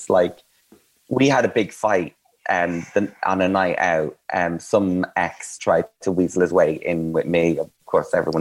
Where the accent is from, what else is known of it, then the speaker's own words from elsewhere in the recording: Ireland; I'm Irish.